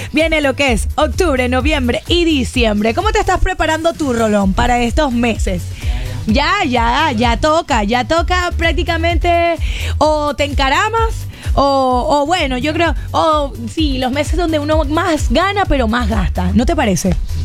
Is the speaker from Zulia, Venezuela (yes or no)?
yes; Maracaibo, Zulia, Venezuela; que yo me siento más maracucha que nunca. Yo soy demasiado regionalista.